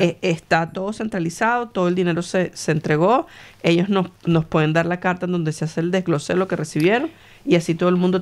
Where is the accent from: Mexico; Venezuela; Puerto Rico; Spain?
Venezuela; now in Australia; nosotros como venezolanos